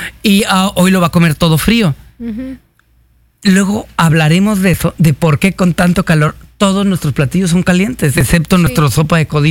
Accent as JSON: {"language": "Spanish", "region": "Yucatán", "country": "Mexico", "said": "como los yucatecos tenemos en mente cuando en muchas épocas teníamos muy mala carne"}